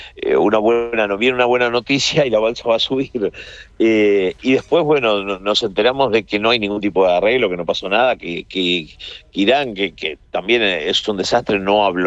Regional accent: Argentina; now in United States; nosotros como argentinos

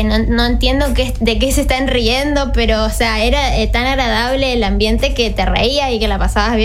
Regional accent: Resistencia, Chaco, Argentina; yo soy chaqueña, soy de Resistencia, no tengo idea de guaraní.

